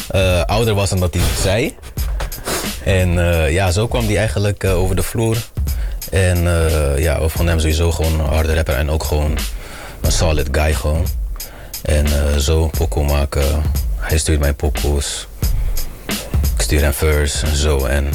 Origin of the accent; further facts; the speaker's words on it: Rotterdam, South Holland, Netherlands; Nee, ik kom uit Rotterdam.